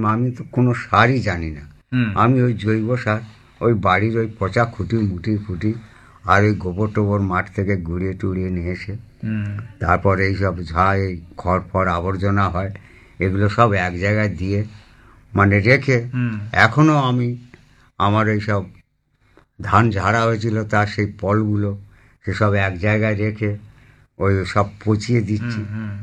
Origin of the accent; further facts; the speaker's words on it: Pranballavpur, West Bengal, India; আমি আসছি মোগরাহাট 1 নম্বর ব্লক থেকে, উস্তি থানা অন্তর্গত। আমার বাড়ি প্রাণবল্লভপুর, পোস্ট প্রাণবল্লভপুর।